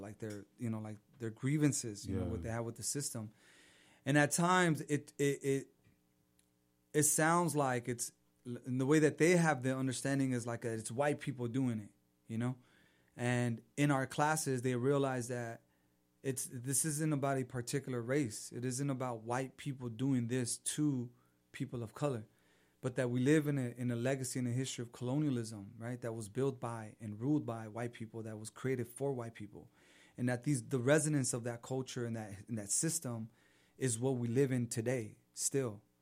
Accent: Los Angeles, California, United States; my streets in South Central

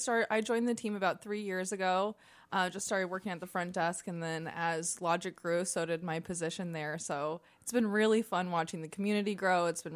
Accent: Champaign, Illinois, United States; Yeah, I'm from Townie. I'm from Champaign, yeah.

